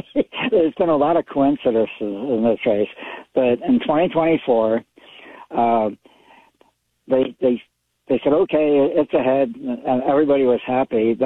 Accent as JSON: {"language": "English", "town": "Anchorage", "region": "Alaska", "country": "United States", "tie": "born or raised there", "said": "Well, it happened in my hometown of Anchorage here, too."}